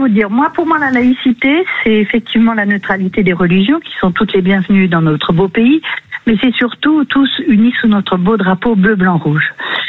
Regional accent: France; je suis française, et ça me désole.

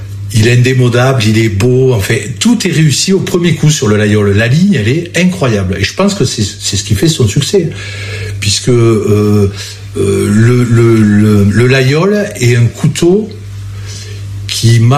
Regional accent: Laguiole, Occitanie, France; born there; moi je suis l'Aïeulé, je suis né à l'Aïeul. Je suis né à l'Aïeul.

